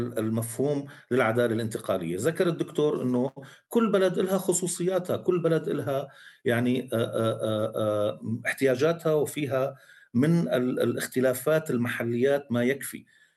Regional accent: Syria; عنا كسوريين وكضحايا ايضا، نحن يعني ضحايا بالنهايه.

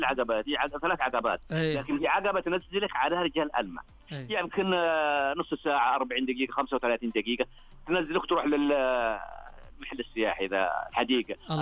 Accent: Abha, Asir, Saudi Arabia; نتمنى زيارة لكم عندنا في أبها

